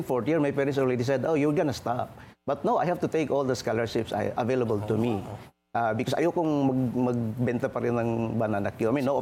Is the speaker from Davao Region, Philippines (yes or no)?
yes; San Isidro, Davao Region, Philippines; moved away; We're from San Isidro, Davao Oriental.